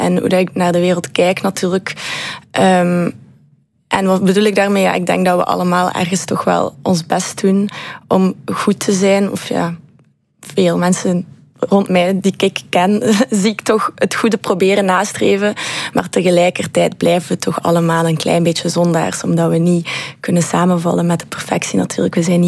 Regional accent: Ghent, Flanders, Belgium

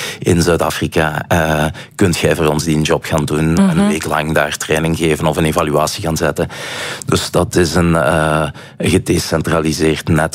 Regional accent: Flanders, Belgium; Ik zeg, soy de Belgica.

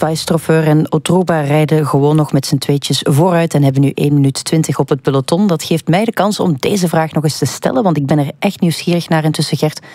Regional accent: Flanders, Belgium; Dat associeer ik ook met Limburg, want ik kom uit Limburg.

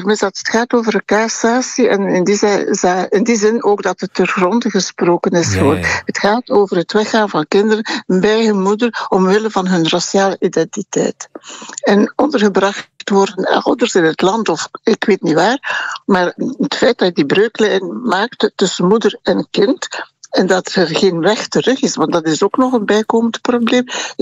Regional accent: Rwanda; now in Belgium; Nee, maar ik ben een metis uit Rwanda.

